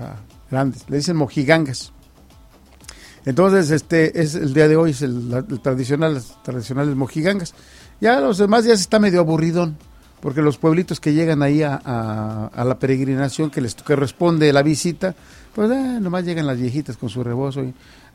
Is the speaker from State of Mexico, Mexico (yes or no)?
yes; Ciudad Nezahualcóyotl, State of Mexico, Mexico; born there; also born or lived in Guanajuato; Yo no nací en San Miguel, en Mengora, Guanajuato. Yo nací en Ciudad Neza.